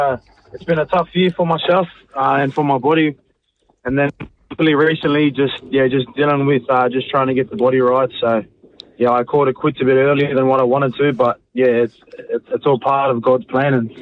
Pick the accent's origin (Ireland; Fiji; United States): Fiji; born there; So my father is Chilean. My mother's Fijian. I was born in Fiji, yeah.